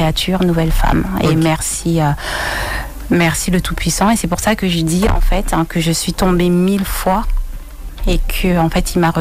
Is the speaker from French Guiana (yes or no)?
yes; French Guiana; born there; je suis guyanaise, je suis née ici. C'est vrai que je suis partie 33 ans.